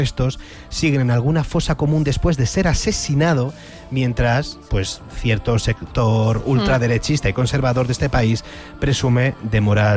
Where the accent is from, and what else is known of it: Spain